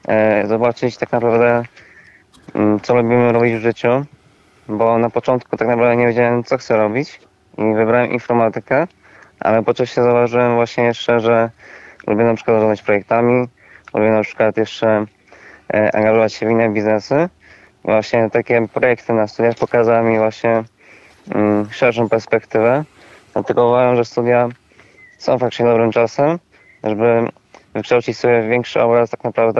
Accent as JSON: {"language": "Polish", "region": "Masuria", "country": "Poland", "moved": "as an adult", "lives_now": "Warsaw, Poland", "said": "pochodzimy z bardzo, bardzo podobnych regionów. Pochodzę też z Mazur."}